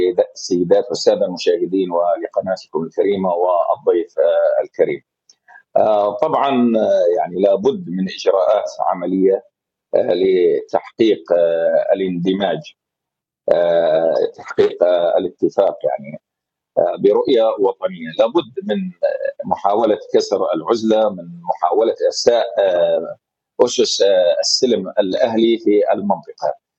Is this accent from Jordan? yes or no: no; Syria; نحن كسوريين